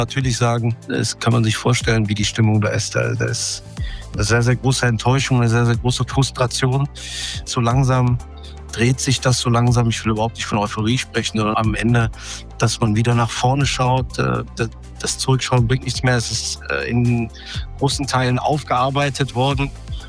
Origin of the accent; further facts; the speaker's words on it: Aachen, North Rhine-Westphalia, Germany; Ich bin gebürtig aus dem Rheinland in Aachen.